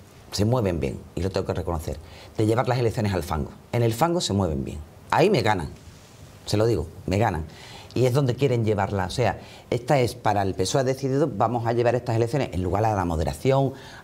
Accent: Valverde del Camino, Andalusia, Spain; En mi tierra estoy como pez en el agua. De hecho, yo vivo allí, Fernando, ¿eh? Yo sigo viviendo en Valverde.

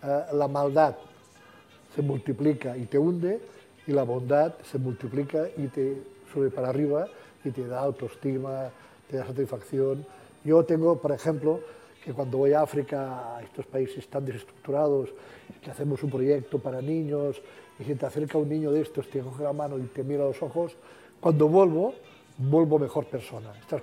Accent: Coma-ruga, Catalonia, Spain; Yo soy de Comarruga

